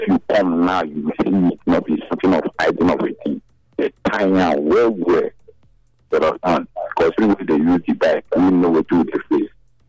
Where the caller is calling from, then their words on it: Mumbai, Maharashtra, India; I'm just calling from Mumbai.